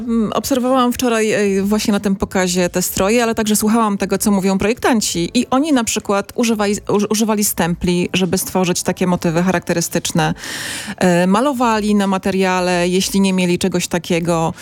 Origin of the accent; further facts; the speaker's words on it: Świętokrzyskie Voivodeship, Poland; Tak, no ja jestem też ze Świętokrzyskiego